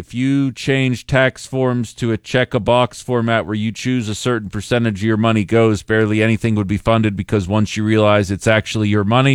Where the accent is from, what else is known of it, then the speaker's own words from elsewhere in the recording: Pittsburgh, Pennsylvania, United States; moved away; A bridge collapsed in my hometown.